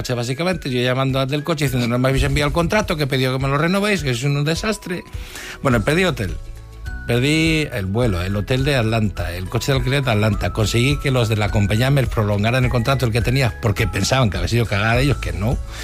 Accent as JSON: {"language": "Spanish", "country": "Spain", "said": "No, somos españoles. ¿Y queréis pasar de Estados Unidos a Canadá? Con una licencia de conducir de Texas, siendo españoles."}